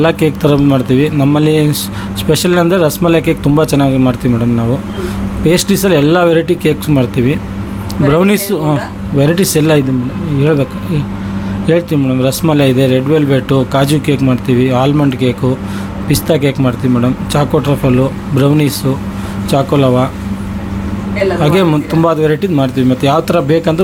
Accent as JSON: {"language": "Kannada", "town": "Savalanga", "region": "Karnataka", "country": "India", "tie": "born or raised there", "lives_now": "Shivamogga, India", "said": "ನಾವು ಹುಟ್ಟಿದ್ ಬೆಳೆದಿದ್ದೆಲ್ಲ ಇಲ್ಲಿ ಸೌಳಂಗ ನ್ಯಾಮತಿ ತಾಲೂಕಲ್ಲಿ ಸೌಳಂಗದಲ್ಲಿ ಕೊರ್ತಾಳು ಮೇಡಮ್ ಊರ ಹೆಸರು ಅಲ್ಲಿ ಹುಟ್ಟು ಬೆಳೆದಿದ್ದು"}